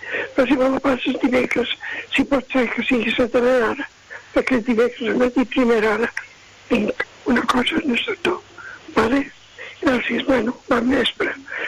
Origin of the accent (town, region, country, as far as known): Balearic Islands, Spain